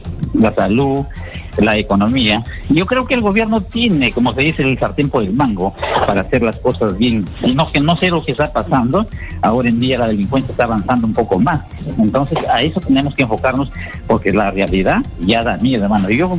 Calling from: Chiclayo, Lambayeque, Peru; Yo soy de Chiclayo

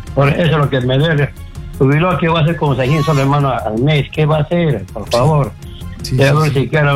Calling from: Lima, Peru; De Cercó, de Lima.

